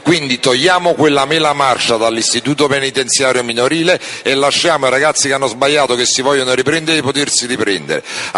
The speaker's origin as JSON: {"language": "Italian", "region": "Campania", "country": "Italy", "said": "io sono campano"}